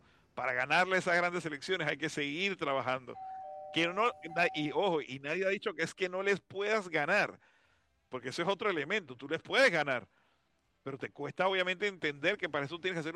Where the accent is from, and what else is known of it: Panama